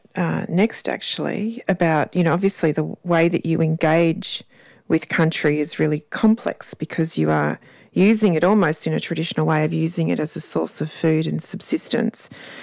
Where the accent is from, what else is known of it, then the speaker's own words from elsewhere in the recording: Cooma, New South Wales, Australia; born there; I was born in Cooma, but I was born in the town, so not that kind of country girl, but a happy country girl all the same.